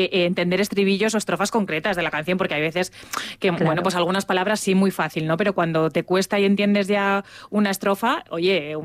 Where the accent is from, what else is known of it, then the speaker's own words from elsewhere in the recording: Spain; Seguimos siendo los españoles en general, bueno, esos grandes tímidos, ¿no?